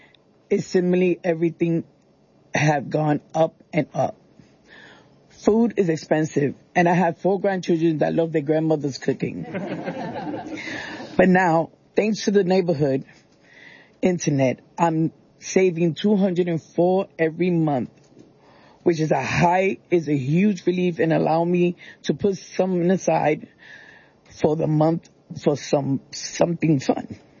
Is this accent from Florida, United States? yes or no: no; New York City, New York, United States; born or raised there